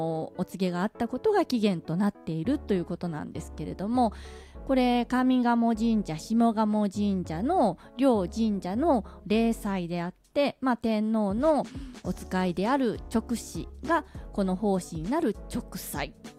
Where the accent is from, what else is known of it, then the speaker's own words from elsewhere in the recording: Kyoto, Japan; もうずっと生まれてから京都に住んでいるのに